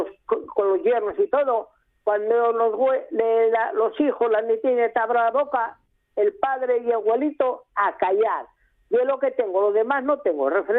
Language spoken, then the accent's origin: Spanish; La Felguera, Asturias, Spain; soy de la Felguera, y estuve de la Felguera en todo un sitio concreto.